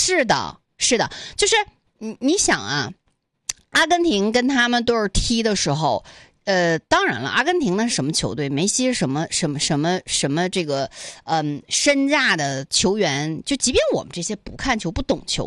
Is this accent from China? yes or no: yes; China; 而且我觉得在这个过程当中啊，我们再次有一种作为中国人的荣耀。